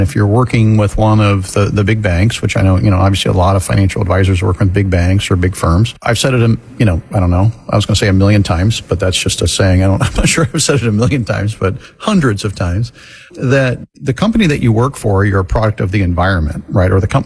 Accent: Florida, United States; Well, yeah, I grew up in Florida.

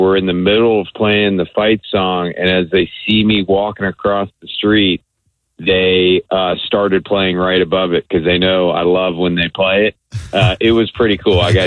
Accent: Tampa, Florida, United States; I can just tell you, having grown up here, born and raised in Tampa, USF has not gotten the respect that it deserves within the community or throughout the country.

